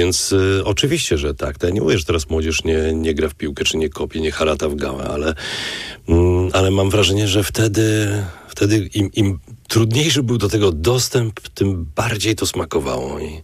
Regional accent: Warsaw, Masovian Voivodeship, Poland; Ja wychowywałem się na Targówku przez parę lat jeszcze nie było boisk, więc graliśmy gdzie tylkokolwiek się dało, dopóki było widać piłkę.

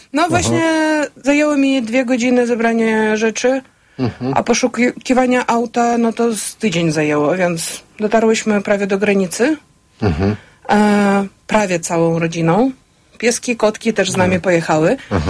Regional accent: Dnipro, Dnipropetrovsk Oblast, Ukraine; Polish is a second language; moved away as an adult; now in Poland; Urodziłam się w mieście Dnipro, więc to jest centrum bliżej tak do wschodu Ukrainy.

